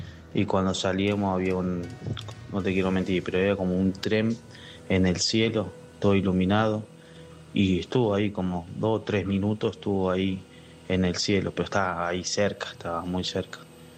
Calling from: Chivilcoy, Buenos Aires Province, Argentina; soy de Chivilcoy.

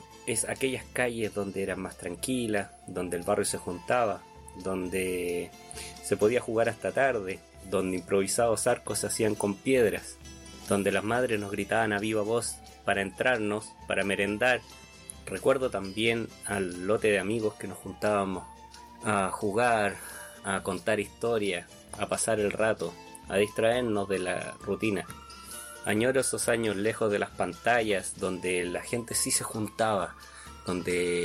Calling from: Valparaíso, Chile; de Radio Cambio, desde Chile.

